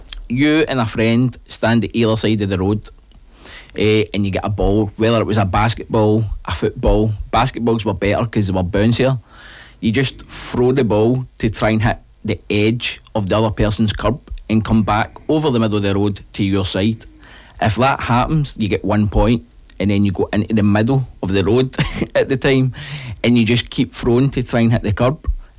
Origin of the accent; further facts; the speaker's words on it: Glasgow, Scotland, United Kingdom; I'm from Govan myself.